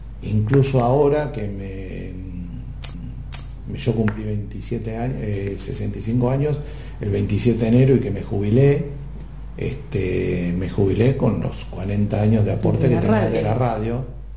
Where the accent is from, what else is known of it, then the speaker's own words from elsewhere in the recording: General Villegas, Buenos Aires Province, Argentina; moved away; Yo me acuerdo de chico en Villegas de escuchar las radios zonales